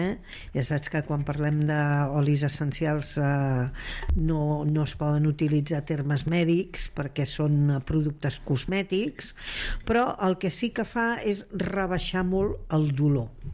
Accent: Catalonia, Spain; com a bona catalana

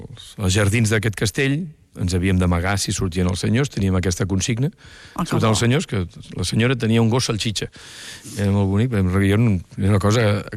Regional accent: Vila-seca, Catalonia, Spain; Jo vaig néixer l'any 63, en aquella època. Soc dels últims que va néixer el poble

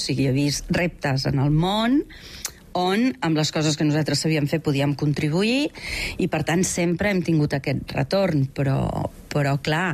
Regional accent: Figueres, Catalonia, Spain; now in Barcelona, Spain; jo vaig venir a estudiar de Figueres a Barcelona

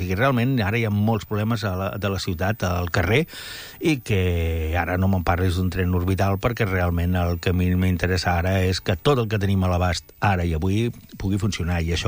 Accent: Premià, Catalonia, Spain; persones que som de Premià, que han sigut de Premià

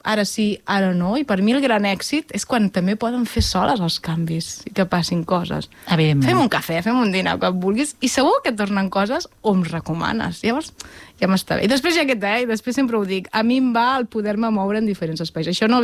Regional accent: La Selva del Camp, Catalonia, Spain; also born or lived in Reus; Jo vaig néixer a Reus, tot i que amb 6 anys vaig anar a viure en un poble que es diu La Selva del Camp, per tant em considero salvatana. M'he casat amb un salvatà, els meus fills són salvatans, no?

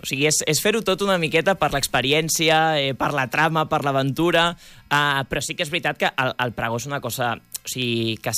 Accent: Rubí, Catalonia, Spain; jo sóc de Rubí de tota la vida i sempre he viscut al barri i bueno, és la ciutat on sóc, on he nascut, on he crescut i on he viscut, o sigui que és la meva ciutat

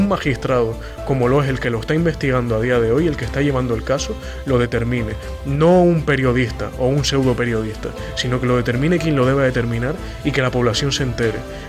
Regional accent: Spain

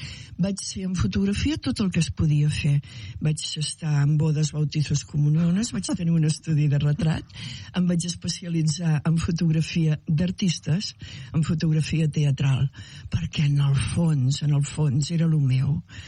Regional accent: Calella, Catalonia, Spain; moved away as an adult; Jo sóc filla de Calella. Sí, hi ha gent que no ho sap perquè, la veritat, jo me'n vaig anar de Calella als 18 anys

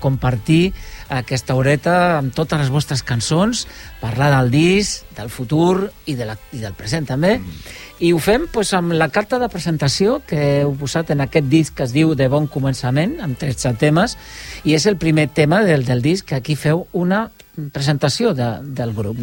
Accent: Sant Boi de Llobregat, Catalonia, Spain; perquè som de Sant Boi

